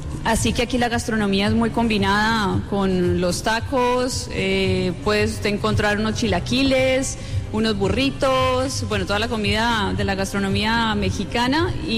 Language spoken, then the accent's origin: Spanish; Colombia; moved away as an adult; now in San Diego, United States; Como colombiana viviendo en San Diego hace ya 5 años, pues la verdad es una alegría inmensa poder tener aquí a nuestra selección Colombia